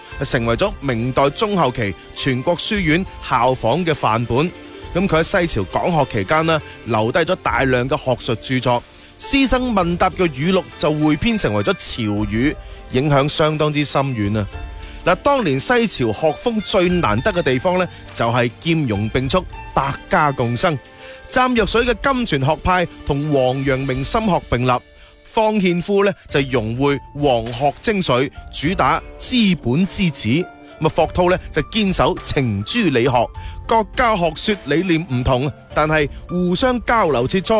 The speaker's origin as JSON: {"language": "Cantonese", "town": "Foshan", "region": "Guangdong", "country": "China"}